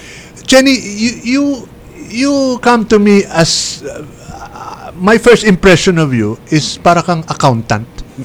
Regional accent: Pasay, Metro Manila, Philippines; I was born and raised in Pasay City. Sa Villaruel Street. Doon ako lumaki. Malapit sa Cartimar yun.

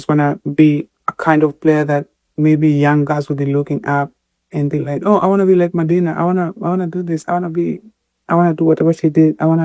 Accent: Ushagro, Kakamega County, Kenya; I'm from Ushagro. Kakamega, Harambee, Mukwea.

